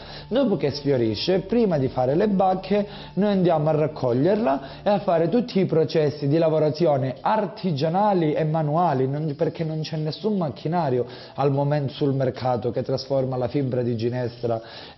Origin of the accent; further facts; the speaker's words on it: Girifalco, Calabria, Italy; i Girifalco sono San Rocco e la Madonna del Rosario, che è la nostra compatrona. In contrapposizione sull'altro troviamo il profano. In Calabria crediamo molto al malocchio